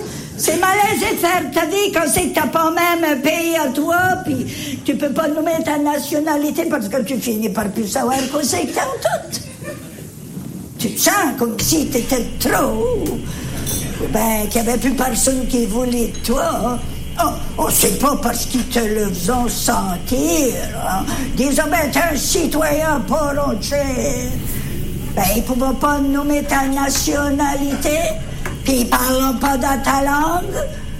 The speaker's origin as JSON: {"language": "French", "country": "Canada", "said": "Oui, je suis plutôt des Canadiens français"}